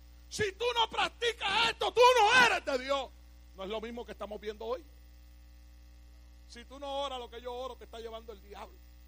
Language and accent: Spanish; Loíza, Puerto Rico; Me expulsaron de la única escuela superior que en aquella época había en mi pueblo de Loíza.